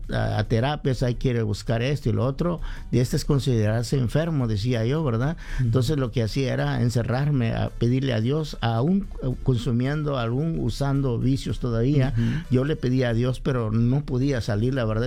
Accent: Guatemala; moved away as an adult; soy de Guatemala.

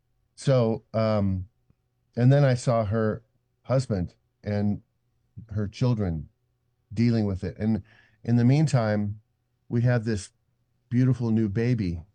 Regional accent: Eugene, Oregon, United States; I was born and raised in Eugene, Oregon. My parents are from Butte, Montana.

